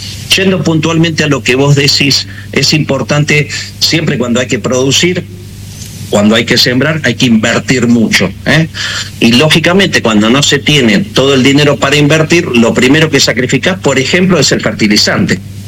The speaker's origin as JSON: {"language": "Spanish", "region": "Córdoba", "country": "Argentina", "said": "En Córdoba, soy de Córdoba, sí"}